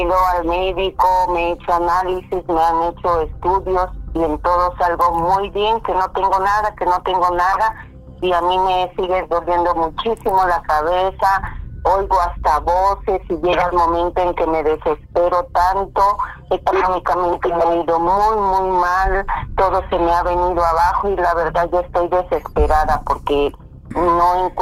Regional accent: Jalisco, Mexico

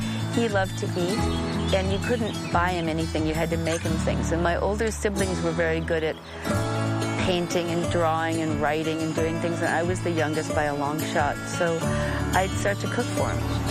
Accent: Minnesota, United States; moved away; I mean, I came from Minnesota, where 9 months of the year it's freezing, and here, 9 months of the year, it's wonderful.

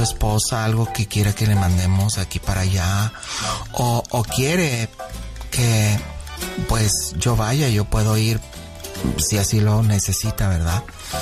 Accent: Sonoyta, Sonora, Mexico; born there; Mire, yo tengo 26 años y yo nací en Sonoita. Ahí viví hasta los 4.

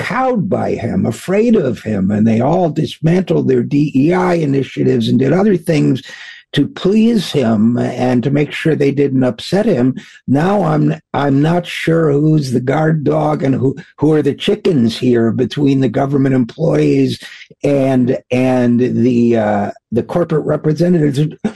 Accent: Utica, New York, United States; very similar to my hometown of Utica, New York, which when I was growing up there had a population, I think, about 110, 120,000

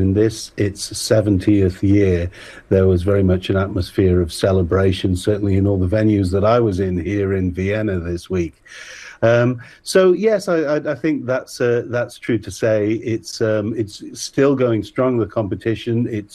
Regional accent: United Kingdom; I feel sad for my fellow countrymen as a Brit

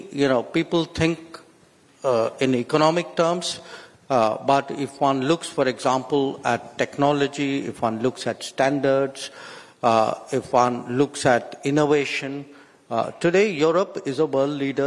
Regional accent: India; I would say as the Indian on the rostrum

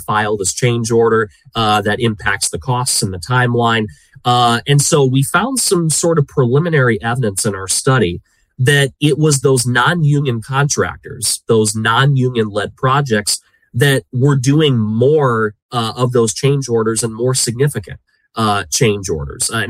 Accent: Michigan, United States; And even take my home state of Michigan.

